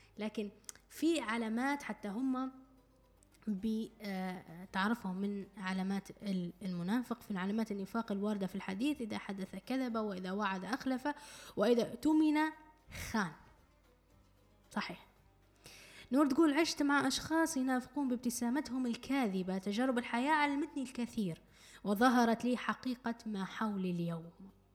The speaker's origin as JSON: {"language": "Arabic", "country": "Libya", "accent": "Libyan", "said": "نقول احنا بلهجتنا الليبية"}